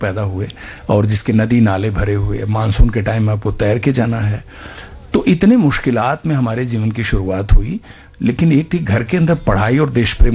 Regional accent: Chauri Chaura, Uttar Pradesh, India; इलाके में पैदा हुआ था, चोरी चूरा तहसील, गोरखपुर डिस्ट्रिक्ट।

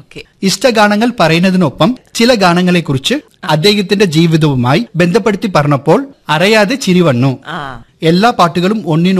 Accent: Kerala, India; ഓ, എത്ര തവണയാ ചേച്ചി ഞാൻ പറയുന്നത്, ഞാൻ മലയാളി തന്നെയാണ്.

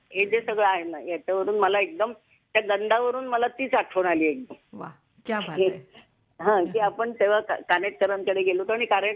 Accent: Nashik, Maharashtra, India; नाशिकला मी नाशिकचीच आहे तशी.

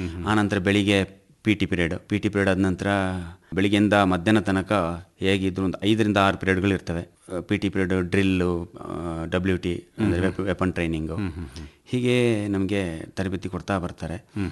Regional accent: Kodagu, Karnataka, India; ಹಾಗೆ ನಾವು ಕೊಡಗಿನಿಂದ 59 ಮೆಂಬರ್ಸ್ ಅನ್ನು ಸೆಲೆಕ್ಷನ್ ಆಗಿದ್ದು.

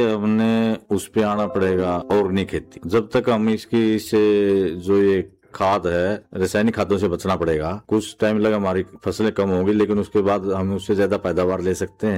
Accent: Haryana, India; ग्वांड 5 गांव तो हमारे होएगे, फिरदपुर, किनाड़ा, कंडूल, खैरी, पाबड़ा, साथ में नैला लगता है

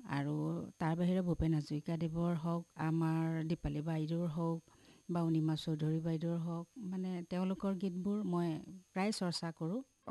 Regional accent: Kaki, Assam, India; আমি কাকীৰ, এক নং কাকীৰ এখন ভিতৰুৱা গাঁৱৰ ছোৱালী

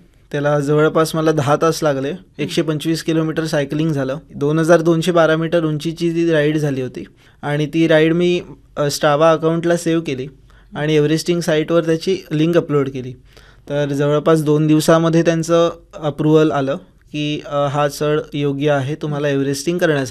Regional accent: Ganpatipule, Maharashtra, India; मी गणपतीपुळ्याचा आहे

